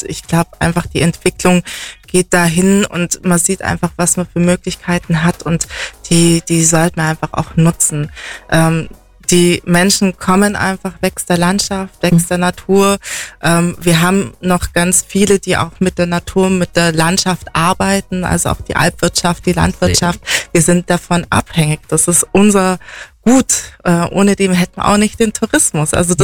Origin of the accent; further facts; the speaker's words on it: Bavaria, Germany; ich bin ja hier aufgewachsen